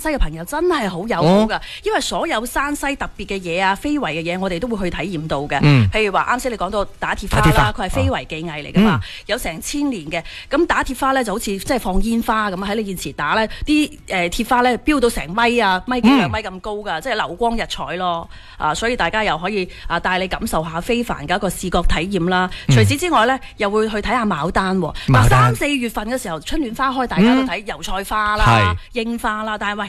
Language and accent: Cantonese; Guangdong, China; 作为我哋广东人